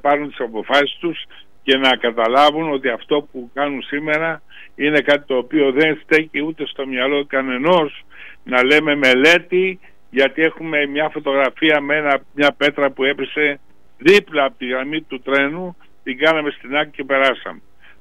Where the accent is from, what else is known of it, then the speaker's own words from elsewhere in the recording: Kalavryta, Western Greece, Greece; επειδή γεννήθηκα στα Καλάβητα, μεγάλωσα στα Καλάβητα, ήρθα εγώ εδώ.